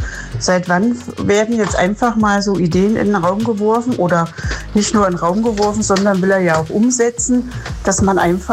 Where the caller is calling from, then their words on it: Gerstungen, Thuringia, Germany; Wir sind Thüringer, wir wollen Thüringer bleiben.